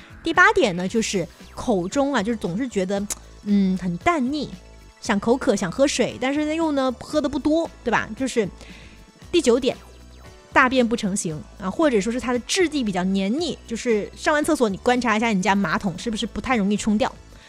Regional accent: Guangdong, China; 就我们广东人懂得都懂啊，

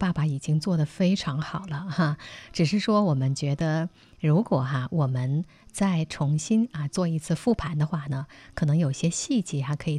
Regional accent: China

